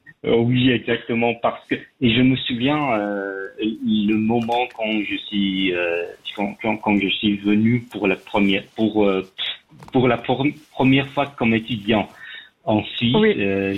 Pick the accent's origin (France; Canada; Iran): Iran; Shiraz, Fars; French is a second language; Et vous connaissez que je viens de Shiraz.